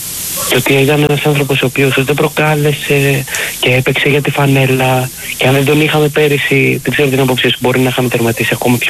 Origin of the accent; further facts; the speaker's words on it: Greece; από Κόρυφο Παναθηναϊκά και τι γίνεται?